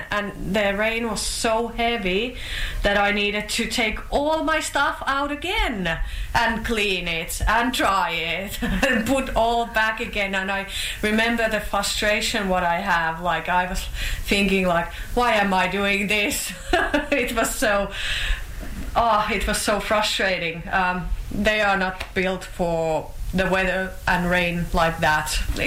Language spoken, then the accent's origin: English; Finland; moved away as an adult; now in Australia; And I'm from Finland and I'm still doing my 88 days.